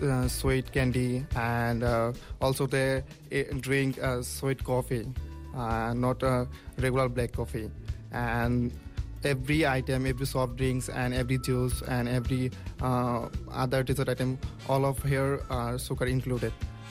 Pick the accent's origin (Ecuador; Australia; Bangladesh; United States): Bangladesh; moved away as an adult; now in Busan, South Korea; I'm from Bangladesh. Right now, I'm staying here in Busan and I continue my study.